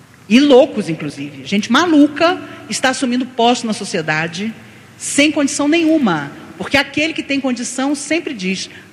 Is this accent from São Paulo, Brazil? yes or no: no; Rio de Janeiro, Brazil; now in Brasília, Brazil; Eu sou carioca, mas moro há quase 50 anos em Brasília.